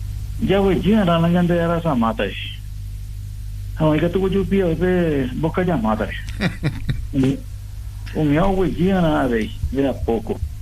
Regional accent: Paraguay; nuestra paraguayidad

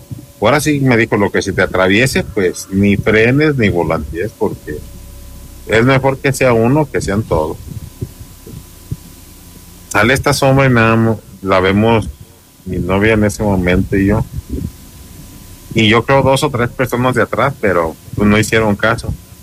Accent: Mexico; yo soy de México. Yo vivo en Michoacán

